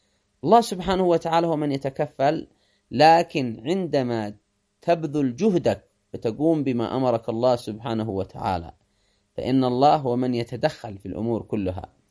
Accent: Yemen; نحن كشعب يمني

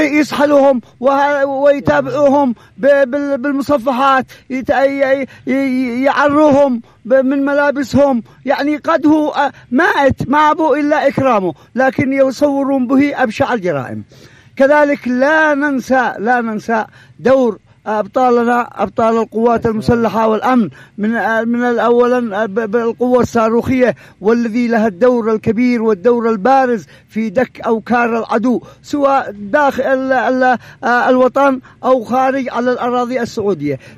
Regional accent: Yemen; نحن يمنيين دمنا واحد وديننا واحد

